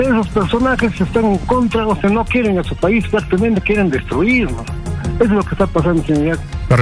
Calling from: Lima, Peru

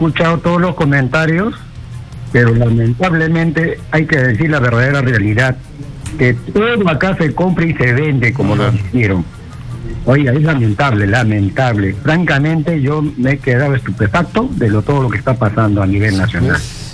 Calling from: Tacna, Peru; de Tacna.

